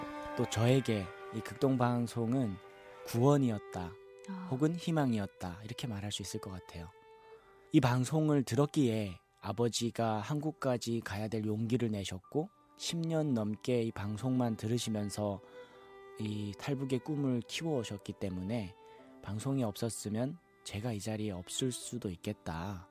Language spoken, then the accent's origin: Korean; Chongjin, North Hamgyong, North Korea; moved away as an adult; now in Seoul, South Korea; 저는 함경북도 청진에서 태어나서 살다가 2009년부터 대한민국 서울에 살고 있는